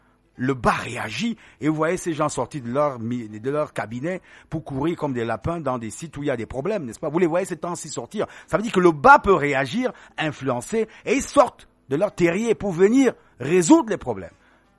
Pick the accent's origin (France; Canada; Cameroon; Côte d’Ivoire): Cameroon; C'est tout un problème chez nous en Afrique, au Cameroun.